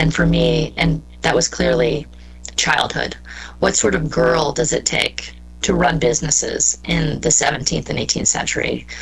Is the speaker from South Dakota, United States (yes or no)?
no; Washington, District of Columbia, United States; I grew up in Washington, D.C.